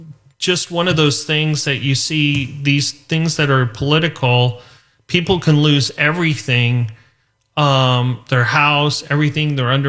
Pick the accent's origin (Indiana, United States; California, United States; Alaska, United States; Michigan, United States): California, United States; Los Angeles; I grew up in Woodland Hills. You know, mm-hmm. I didn't grow up in East LA or anything like that.